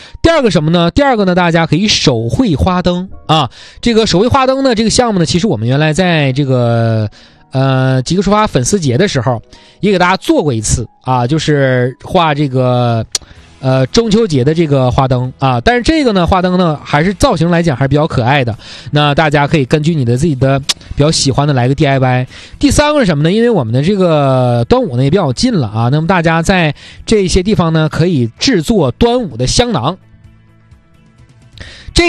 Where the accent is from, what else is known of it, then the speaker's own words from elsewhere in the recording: Dunhua, Jilin, China; 你像我老家敦化